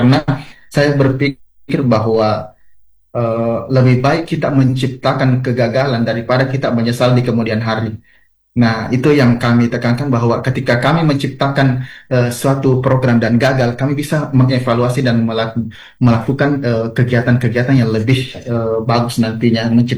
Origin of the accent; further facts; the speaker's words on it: South Sulawesi, Indonesia; Desa kami menjadi tujuan wisata khususnya di Sulawesi Selatan saat ini.